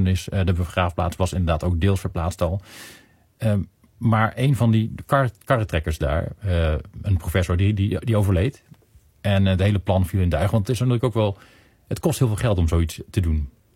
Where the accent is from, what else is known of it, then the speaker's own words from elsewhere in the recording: Netherlands; first language Dutch; En ik ben in Nederland opgegroeid, Nederlandstalig opgevoed.